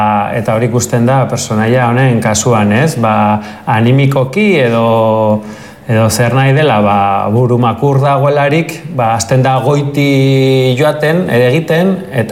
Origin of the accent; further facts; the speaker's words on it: Berriozar, Navarre, Spain; Berriozarkoa naiz, baino gaur egun Berriozar herri koskorra da, urbano, nahiko urbanoa